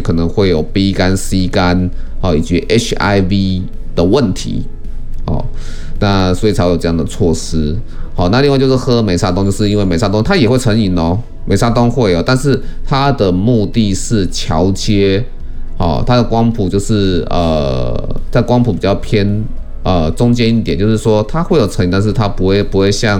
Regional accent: Taiwan; 但是他是我们台湾人拍的

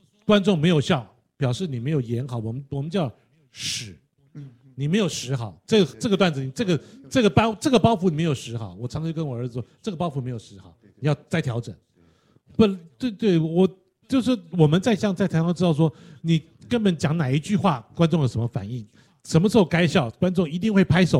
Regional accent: Taiwan; 我们就是台湾人

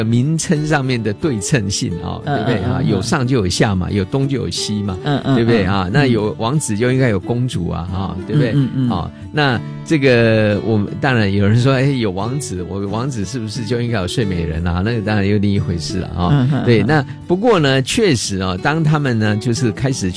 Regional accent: Taiwan; 我在台湾长大

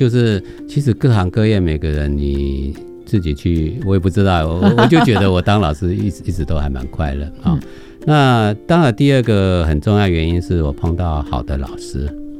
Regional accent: Yuli, Hualien County, Taiwan; 我小时候住在花莲玉里。

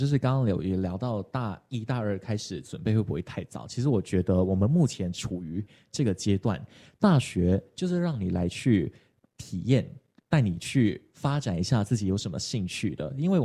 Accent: Malaysia; moved away as an adult; now in Taiwan; 我是马来西亚来到台湾留学的

